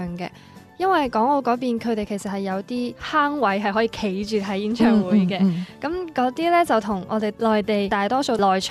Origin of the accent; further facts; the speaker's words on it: Guangdong, China; 其实呢，我们是广东人嘛